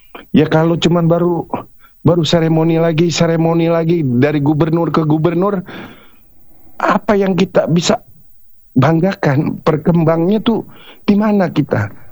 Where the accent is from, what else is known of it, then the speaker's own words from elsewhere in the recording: Jakarta, Indonesia; kami Betawi selalu menjadi perekat